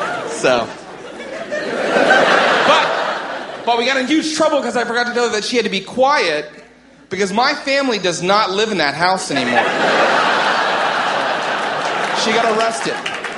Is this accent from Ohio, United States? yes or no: no; Morgantown, West Virginia, United States; We were in my hometown. I'm from Morgantown, West Virginia.